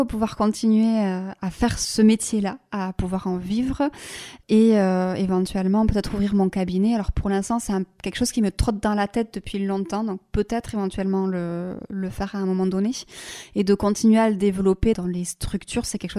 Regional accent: Bayonne, Nouvelle-Aquitaine, France; first language Basque and French; also born or lived in Anglet; il est Euskaldun Berri, et ma mère est d'à côté de Saint-Jean-Pied-de-Port. Et après, moi j'ai grandi sur la côte, à Bayonne et Anglette, et après j'ai été à Likastola aussi. Voilà. Par contre, je ne parle plus le basque de ma mère, qui est le manège

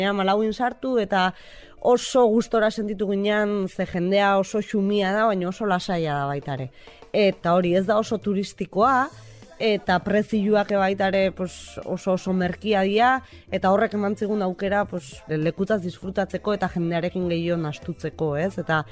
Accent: Villabona, Basque Country, Spain; eta bueno, Luisak esan duen bezala Bilabonako gea bilok

